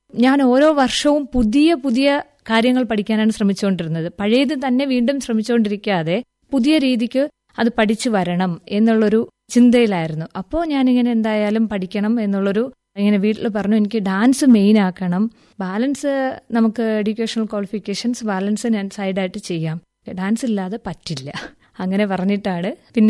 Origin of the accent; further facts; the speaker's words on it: Kerala, India; അപ്പം ഞാൻ മാത്രമേ മലയാളിയുള്ളൂ.